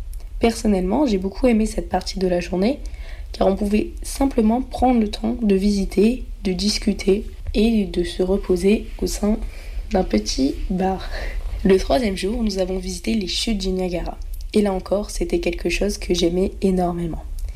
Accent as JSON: {"language": "French", "region": "Hauts-de-France", "country": "France", "said": "je viens d'un village près d'Arras et j'ai actuellement 17 ans."}